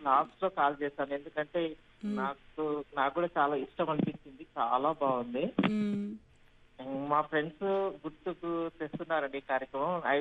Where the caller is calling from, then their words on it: Hyderabad, Telangana, India; From Vanasthalipuram.